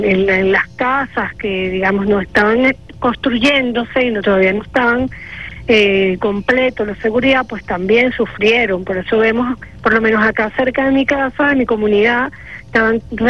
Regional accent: Venezuela

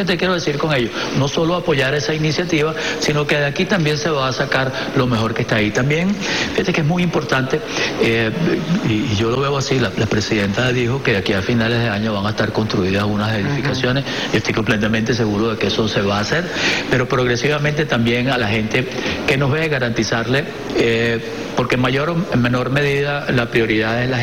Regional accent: Venezuela; lo grande que somos los venezolanos

